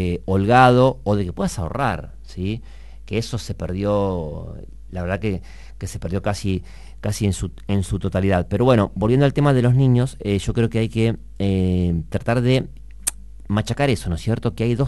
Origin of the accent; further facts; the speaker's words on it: Argentina; nosotros tenemos un tema cultural como argentinos